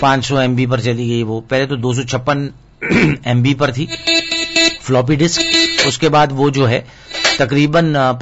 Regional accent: Pakistan; ہم پاکستانی ہیں نا

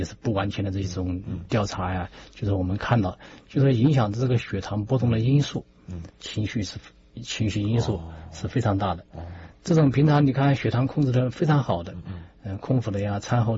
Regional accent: China; 造成了我们中国人这种过高的这种摄入这种热量超出了我们消耗的这种能量的这种水平

